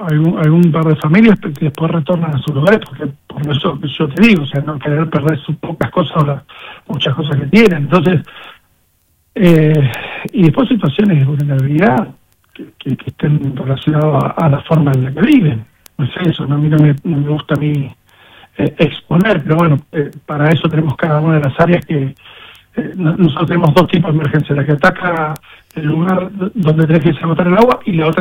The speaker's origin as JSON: {"language": "Spanish", "town": "Pico Truncado", "region": "Santa Cruz", "country": "Argentina", "said": "yo soy de Pico Truncado, yo estuve en la escuela 85"}